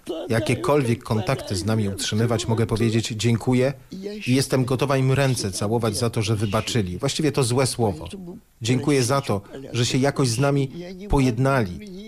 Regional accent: Russia; Polish is a second language; Jestem Rosjanką, nie Polką.

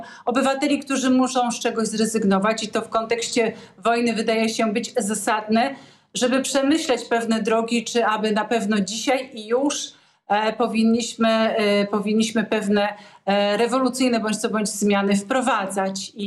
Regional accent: Poznań, Greater Poland Voivodeship, Poland; ja akurat jestem z Poznania

